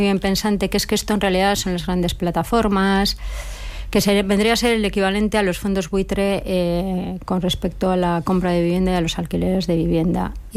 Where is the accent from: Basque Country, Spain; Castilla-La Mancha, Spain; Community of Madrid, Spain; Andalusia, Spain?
Basque Country, Spain; also born or lived in San Sebastián; Euskadi, que está, lo digo porque yo soy vasca.